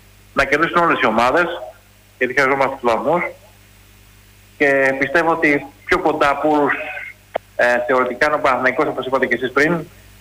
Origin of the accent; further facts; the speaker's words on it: Piraeus, Attica, Greece; Κάτι που με χαροποίησε, γιατί εγώ γεννήθηκα στην Καστέλα. Είμαι από εκεί δηλαδή.